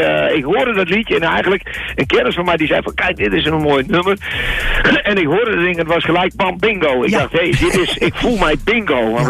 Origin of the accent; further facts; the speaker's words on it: Groningen, Netherlands; born there; now in Amsterdam, Netherlands; Ik ben geboren in Groningen. Ik ben een half Groninger en een half Amsterdammer. Want ik woon de helft van mijn leven in Amsterdam. Een deel van mijn familie komt uit Amsterdam.